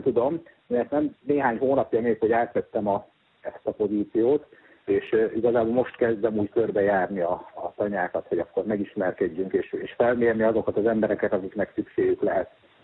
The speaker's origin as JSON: {"language": "Hungarian", "town": "Jászkarajenő", "region": "Pest", "country": "Hungary", "tie": "born or raised there", "said": "itt szülőfalumban Jászkarjenőn"}